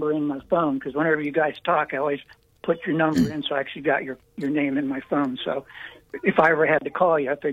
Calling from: Niles, Ohio, United States; I'm calling from Niles, Ohio area, so I'm not immediately in your area.

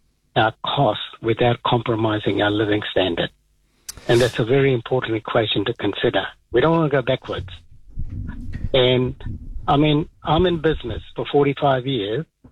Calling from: New Zealand; as I as a Kiwi

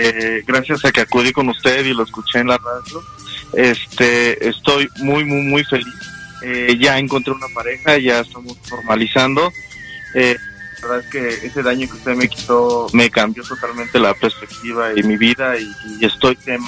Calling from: Arizona, United States; Hablo de Arizona, maestro.

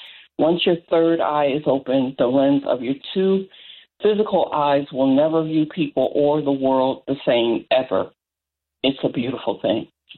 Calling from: Raleigh, North Carolina, United States; I'm actually calling from Raleigh, but I am in North Carolina.

